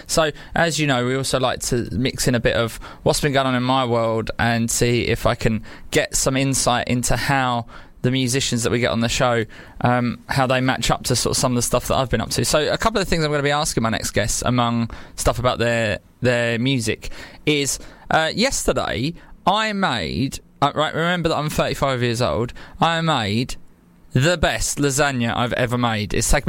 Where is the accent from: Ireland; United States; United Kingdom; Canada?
United Kingdom; as a British guy